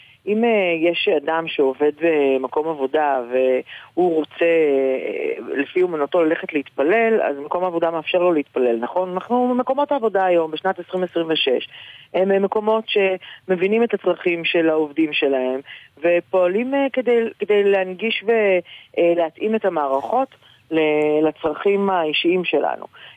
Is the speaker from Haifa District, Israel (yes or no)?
yes; Haifa, Haifa District, Israel; אני נולדתי וגדלתי בחיפה.